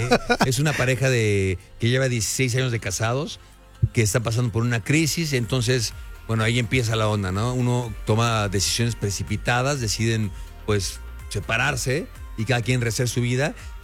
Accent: Querétaro, Mexico; para mí es un honor pertenecer ahora a esta familia teatral de Querétaro, yo siendo queretano aparte.

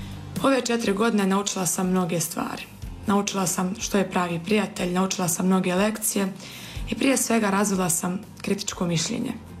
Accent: Prozor, Federation of Bosnia and Herzegovina, Bosnia & Herzegovina; Dolazim iz Prozora i završavam četvrti razred gimnazije u srednjoj školi Prozor.

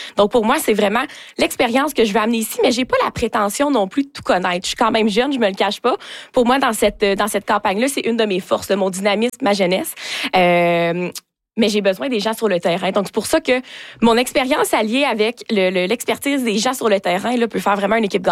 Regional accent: Rouyn-Noranda, Quebec, Canada; je suis née ici, j'ai grandi à Rouyn-Noranda, puis je suis de retour en région. J'ai quitté, là, après mes études secondaires pour Québec

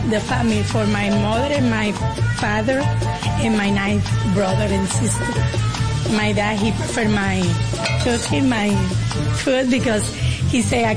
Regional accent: San Cristóbal, Dominican Republic; moved away; I'm from Dominican Republic, grew up in my little city, San Cristobal.

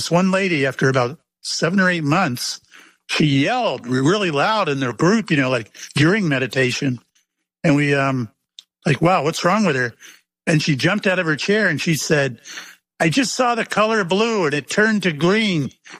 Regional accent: Mayport, Florida, United States; I was on the Shangri-La out of my hometown of Mayport, you know, where I live. I live 20 miles from the base.

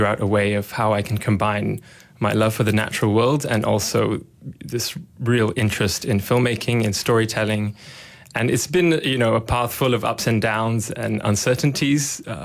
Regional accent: Sabah, Malaysia; also born or lived in Bristol, United Kingdom; now in Kuala Lumpur, Malaysia; I'm officially from Sabah, but then a couple of years ago, I decided to move to KL.

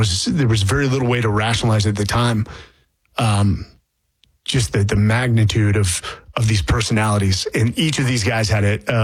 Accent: California, United States; I grew up in the Bay Area.

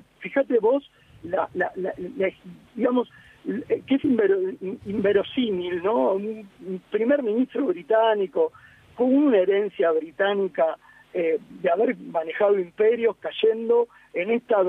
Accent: Argentina

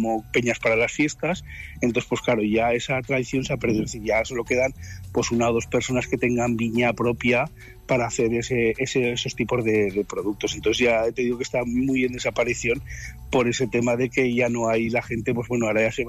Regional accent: Alcalá de Gurrea, Aragon, Spain; Lo que más me gusta de mi pueblo, yo creo que son las gentes que habitan todo el año en él

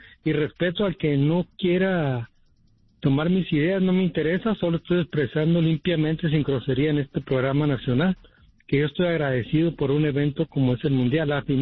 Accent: Mexico; como mexicano se los digo

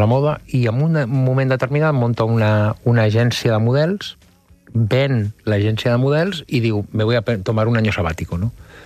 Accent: Barcelona, Catalonia, Spain; sóc de jesuïtes de Sarrià, o sigui, sí, vinc d'una família de classe mitja alta de la ciutat de Barcelona, molt clàssica i molt típica, no?, de professionals liberals

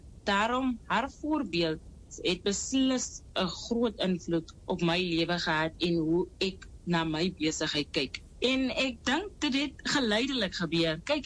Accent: Upington, Northern Cape, South Africa; Ek is groot geword in Appington, ook hier gebore. Ek het by my ouma groot geword.

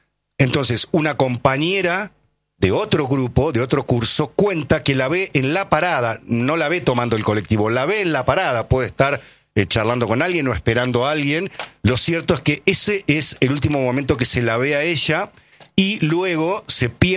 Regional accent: Colonia Caroya, Córdoba, Argentina; Yo pasé mi infancia en Colonia Carolla desde los ocho años

